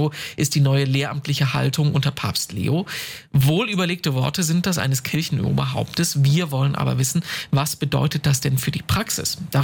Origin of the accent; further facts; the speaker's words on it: Germany; Jetzt haben wir als Deutsche eine ganz eigene Perspektive auf das Thema mit Krieg, Militär, mit unserer Geschichte.